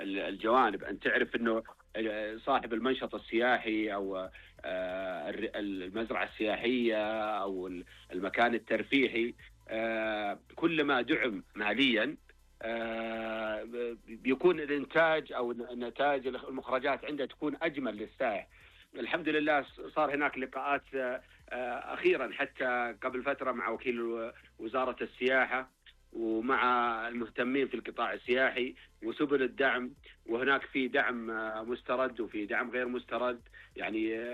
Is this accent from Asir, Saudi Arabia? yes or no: yes; Abha, Asir, Saudi Arabia; كان عندنا زي ما قلت لك أنه عندنا في أبها بالذات فعاليات جميلة، وفي خميس مشيت، وفي المناطق الجبلية، في تنومة، في النماص، في بني شهر